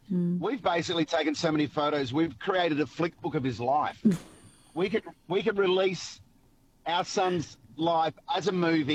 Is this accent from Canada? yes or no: no; Peebinga, South Australia, Australia; now in Melbourne, Australia; my life at the age of 9, growing up as a kid in the Mallee